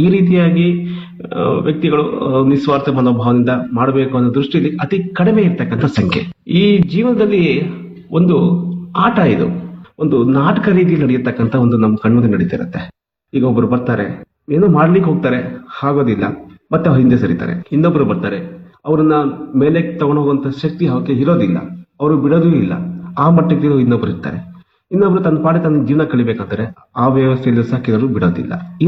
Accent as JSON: {"language": "Kannada", "town": "Kolar", "region": "Karnataka", "country": "India", "said": "ನಾನು ಮೂಲತಃ ಕೋಲಾರ."}